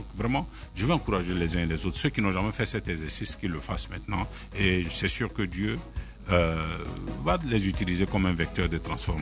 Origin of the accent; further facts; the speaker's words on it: Daloa, Haut-Sassandra, Côte d’Ivoire; et je suis né à Daloa, où j'ai appris à parler quand même la langue bété, que je comprends, même si je ne parle pas couramment, mais je comprends.